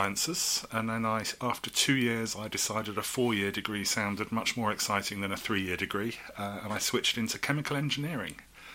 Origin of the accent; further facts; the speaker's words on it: Beverley, Yorkshire and the Humber, United Kingdom; born there; also born or lived in Derbyshire / Ashford, Kent; So I was born in Yorkshire, in a hospital in Beverley. We didn't stay in Yorkshire too long. We moved around quite a lot as a family. So moved to Derbyshire and went to preschool there, and we found ourselves in Ashford in Kent